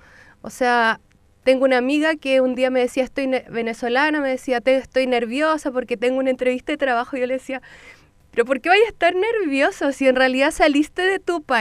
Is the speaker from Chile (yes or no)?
yes; Chile; nosotros como chilenos